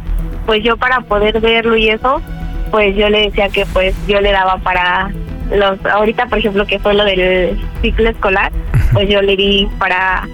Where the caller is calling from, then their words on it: León, Guanajuato, Mexico; Tengo 29 y soy de León, Guanajuato.